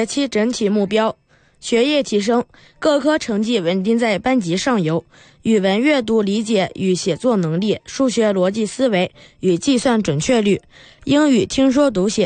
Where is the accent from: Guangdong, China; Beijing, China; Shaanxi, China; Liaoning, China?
Shaanxi, China; Yan'an; 。我出生在延安，从小听着宝塔山的故事长大，从小就接受着红色文化的熏陶。